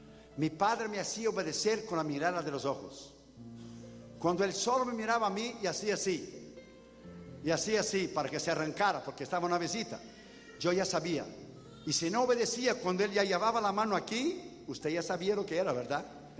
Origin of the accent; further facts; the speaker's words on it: Brazil; Hermano, yo soy de un tiempo, de la escuela dominical cuando era niño en Brasil. Iba mis tres hermanas, mi hermano y yo, los cinco.